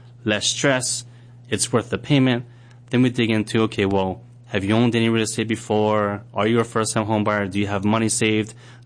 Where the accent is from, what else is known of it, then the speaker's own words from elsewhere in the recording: Kaneohe, Hawaii, United States; I grew up in Kaneohe. You know, we made our own way.